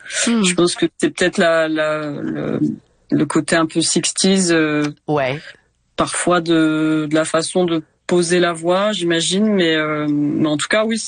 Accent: Ramatuelle, Provence-Alpes-Côte d'Azur, France; Ben, en fait, j'ai un lien assez fort avec Ramatuel, donc là où j'ai grandi, puisque toute ma famille est là

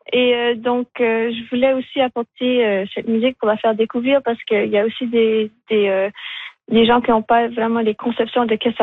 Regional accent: Edmundston, New Brunswick, Canada; born there; moi je suis née à Edmundston, mais j'ai pas toujours grandi là, j'ai déménagé.

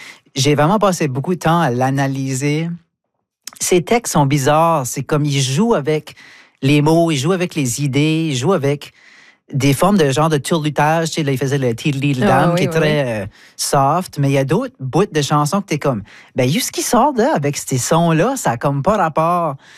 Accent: Memramcook, New Brunswick, Canada; moi, je viens de Mimran Cook. Puis, Mimran Cook, déjà, est un lieu assez spécial avec ses gens, puis ses bonnes vieilles coutumes.

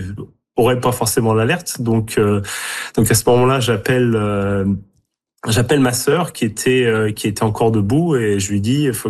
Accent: Normandy, France; moved away; Et là je vois que c'est très proche de là d'où je viens en Normandie.

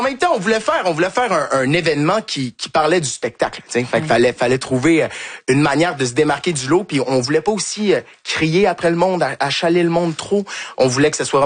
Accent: Quebec, Canada; du fait qu'on est québécois aussi

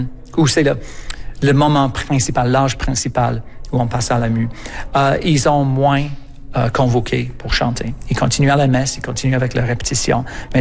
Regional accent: England, United Kingdom; French is a second language; now in Canada; Je suis anglais de l'Angleterre. Puis j'étais petit chanteur dans une des cathédrales au nord de l'Angleterre, jeune.

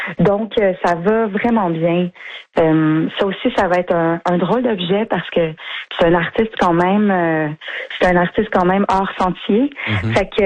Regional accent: Danville, Quebec, Canada; c'est qu'on a tourné dans mon village natal. Danville. La série a été en partie tournée à Danville. Puis moi, je viens de là. Toute ma famille est encore là.

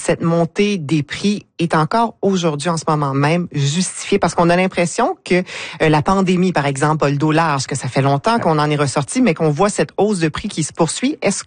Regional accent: Atlantic Canada, Canada; Et pourquoi, chez nous en Atlantique, on semble s'en sortir plus mal qu'ailleurs avec les nouveaux chiffres?

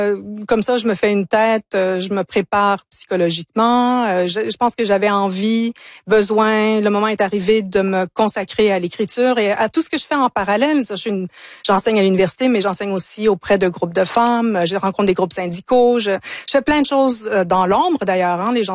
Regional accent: Ontario, Canada; also born or lived in United States / England; Moi, je suis franco-ontarienne au départ, donc j'ai grandi dans l'univers anglophone. J'ai vécu aux États-Unis, en Angleterre.

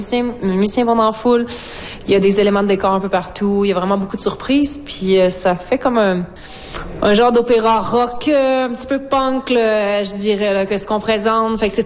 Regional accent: Rimouski, Quebec, Canada; C'est sûr que moi, j'ai grandi à Rimouski, j'étais partie longtemps, je suis revenue, ça fait comme 6-7 ans, fait que j'ai déjà un attachement immense envers l'Est, ce qu'on appelle l'Est du Québec, Bas-Saint-Laurent, Gaspésie, Côte-Nord.

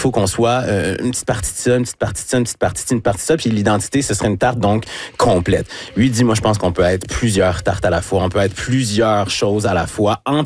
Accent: Quebec City, Quebec, Canada; Mais d'un autre côté, j'ai grandi à Québec, la majorité de mon entourage est blanc

